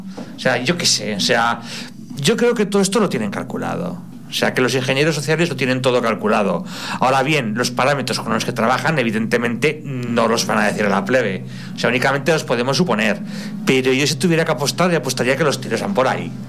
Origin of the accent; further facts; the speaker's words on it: Aragon, Spain; En mi pueblo iban a poner un parque eólico, pero al final nos libramos, pero como está la laguna de Gallo Canta al lado